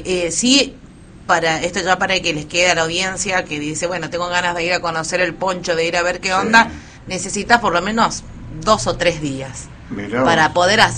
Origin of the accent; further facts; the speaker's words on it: La Rioja, Argentina; le digo, sí, soy riojana.